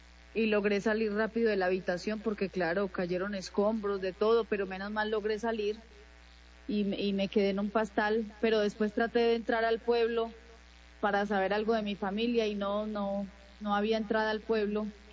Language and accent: Spanish; Argelia, Colombia; moved away; Argelia y, pues, como es mi pueblo, decidí quedarme.